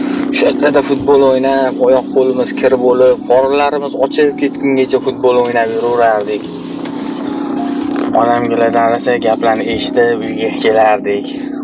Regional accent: Tashkent, Uzbekistan; Bizani mahalla Beshqarag'ochda bo'lgan. Beshqarag'ochda 129-chi maktabda o'qiganmiz. O'sha yerda bitirganmiz.

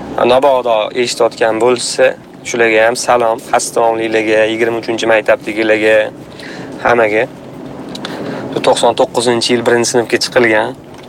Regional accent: Tashkent, Uzbekistan; Bizani mahalla xastimomda. Astonda katta bo'lganmiz. Hozir endi inshootlar qurilgani sabab ko'chib ketganmiz. Domga chiqib ketilgan.

